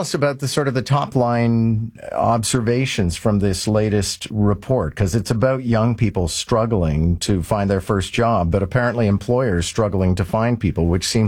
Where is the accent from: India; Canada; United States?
Canada; Montreal, Quebec; And I grew up in Montreal, so obviously it's kind of like being born in Florence. You know, you never lose that.